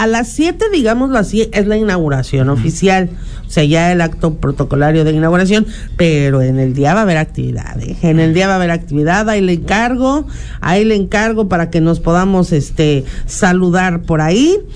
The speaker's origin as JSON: {"language": "Spanish", "town": "San Andrés Cholula", "region": "Puebla", "country": "Mexico", "tie": "born or raised there", "said": "Mi terruño."}